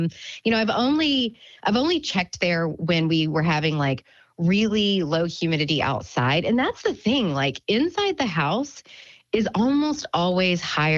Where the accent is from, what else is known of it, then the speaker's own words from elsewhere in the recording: Long Beach, California, United States; I am from Long Beach, California.